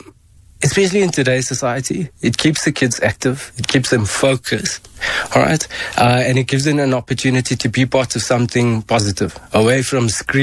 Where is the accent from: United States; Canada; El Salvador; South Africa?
South Africa; Benoni, Gauteng; Football, man. I'm from Benoni.